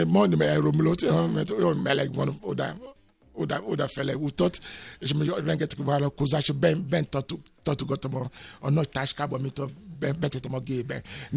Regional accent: Nigeria; first language Yoruba; Hungarian is a second language; now in Hungary; mert én többet értem a Magyarországon, mint a saját otthon, ahol születtem.

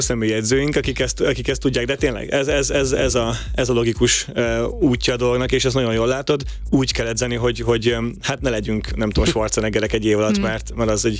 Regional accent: Hungary

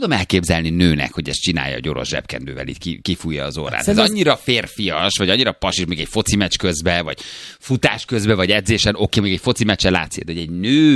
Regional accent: Nyíregyháza, Szabolcs-Szatmár-Bereg, Hungary; a nyitott ajtónál pisilés egy nyíregyházi csajnak, érted? Ezek kiverik a biztosítékot.

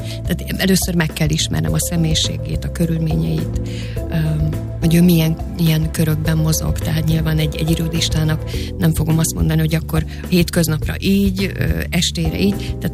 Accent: Hungary; Negerbe éltünk, ott nevelkedtem, és ott, amikor felvettek a Szent István konziba, akkor bekerültem ide a pesti életbe

